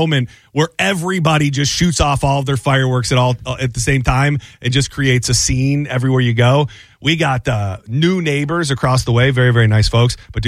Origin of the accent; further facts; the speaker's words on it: Michigan, United States; moved away; But I know growing up in Michigan